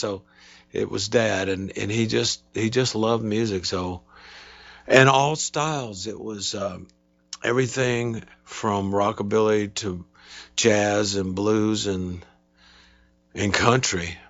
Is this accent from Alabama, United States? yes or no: yes; Mobile, Alabama, United States; I grew up in Mobile, Alabama, and, you know, way back then in the 50s and 60s and whatever. And Mobile was a lot smaller